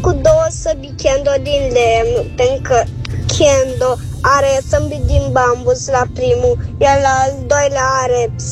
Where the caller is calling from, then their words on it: Constanța, Constanța County, Romania; din Constanța, am 7 ani